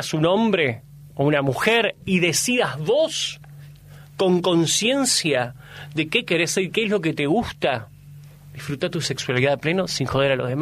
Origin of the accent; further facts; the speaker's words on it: Argentina; ¿Acá somos todos argentinos?